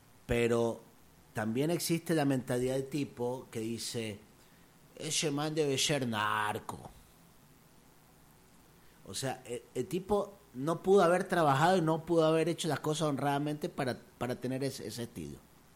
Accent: Chile; now in Guayaquil, Ecuador; yo no nací acá, pero yo me considero, además de chileno, yo me considero guayaquileño.

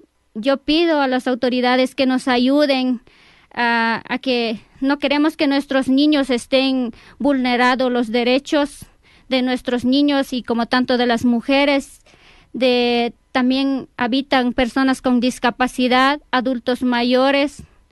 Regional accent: Carlos Julio Arosemena Tola, Napo, Ecuador; Yo vengo desde la provincia de Napo, ubicado en Cantón Julio Arosemena Tola.

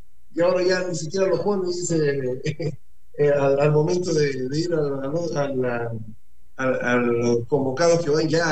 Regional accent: Ecuador; Para nosotros, como ecuatorianos, que estamos acá

